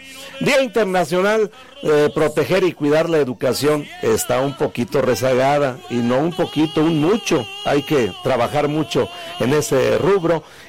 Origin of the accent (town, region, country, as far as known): Mexico